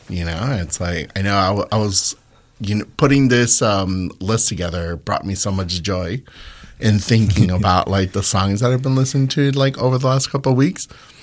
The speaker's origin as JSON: {"language": "English", "town": "Loma Dorada", "region": "Jalisco", "country": "Mexico", "tie": "born or raised there", "moved": "yes", "lives_now": "Chicago, United States", "said": "I grew up in Jalisco. I actually grew up in the a little town called Loma Dorada, which is right below Tonalá, which is like kind of the mecca of like clay and tin"}